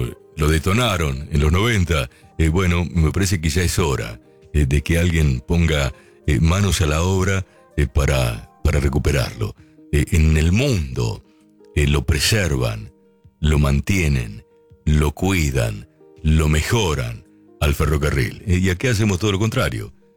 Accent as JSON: {"language": "Spanish", "country": "Argentina", "said": "todos los argentinos y aquellos que no lo son, pero que vinieron a buscar una posibilidad en mi país"}